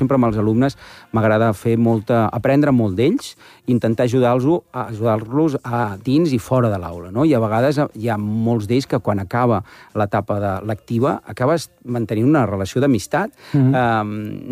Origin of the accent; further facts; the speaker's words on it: Barcelona, Catalonia, Spain; al Poble Nou, que jo sempre dic que sóc del Poble Nou abans que fos guai